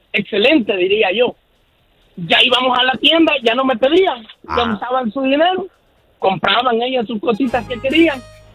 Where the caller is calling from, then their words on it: Chicago, Illinois, United States; Soy troquero aquí de Chicago.